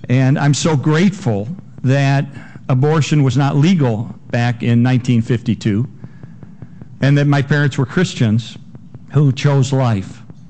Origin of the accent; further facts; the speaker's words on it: Chicago, Illinois, United States; moved away as an adult; now in Texas, United States; I moved to Texas, and I'm from Chicago.